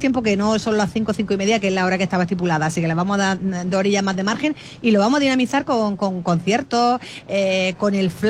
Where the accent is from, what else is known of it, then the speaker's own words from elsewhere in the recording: Almería, Andalusia, Spain; Pero es que yo soy muy almeriense. A mí es que me gusta mucho la feria.